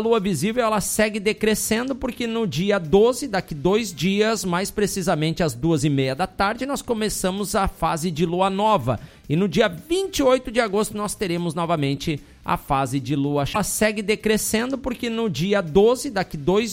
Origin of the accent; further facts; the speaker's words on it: Frederico Westphalen, Rio Grande do Sul, Brazil; Frederico Westphalen, que é a minha cidade natal